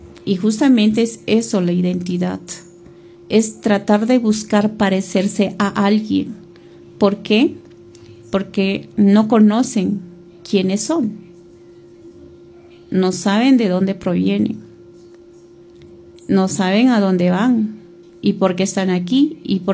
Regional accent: Cusco, Peru; somos peruanos y somos más aquí, cusqueños, de Cusco

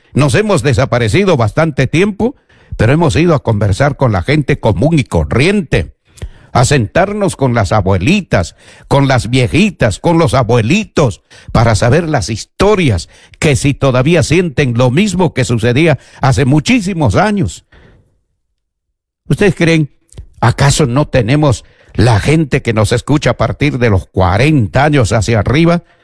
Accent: Junín, Peru; Sí, somos de Junín.

